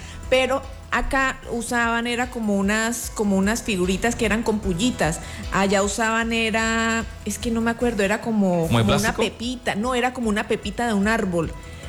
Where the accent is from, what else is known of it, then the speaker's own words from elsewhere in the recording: El Carmen, Norte de Santander, Colombia; moved away; desde que me vine del Carmen no he vuelto a comer.